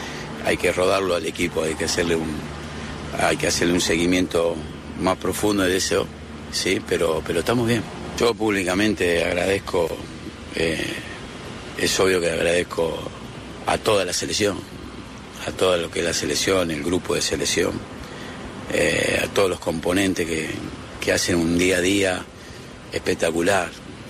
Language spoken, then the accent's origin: Spanish; Argentina; es un honor para a mí personalmente soy argentino y que nos representen así de esa forma